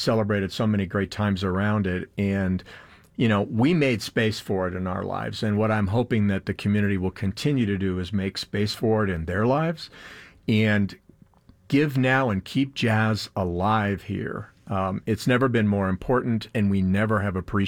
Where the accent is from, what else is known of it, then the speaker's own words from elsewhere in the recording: Denver, Colorado, United States; And, you know, going back as a young man growing up in Denver